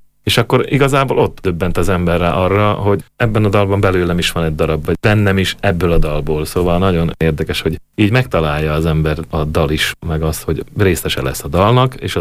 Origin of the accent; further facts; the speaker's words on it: Kolárovo, Nitra Region, Slovakia; Mi alapítottunk Gútán, Szülővárosomban egy rockszínházat, a Kisdunamenti rockszínházat